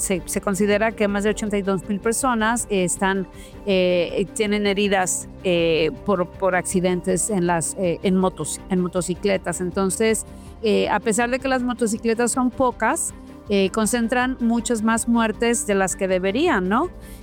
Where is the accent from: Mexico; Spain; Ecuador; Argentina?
Mexico; moved away as an adult; also born or lived in Michigan / Ohio; now in Missouri, United States; yo había andado toda la vida en bicicleta en México